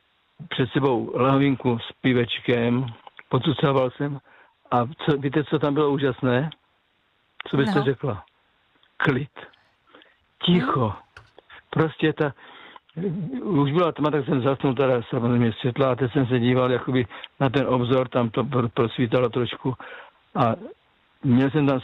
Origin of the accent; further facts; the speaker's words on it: South Moravian Region, Czechia; born there; now in Kopřivnice, Czech Republic; na pár dnů na Jižní Moravu, do svého rodiště.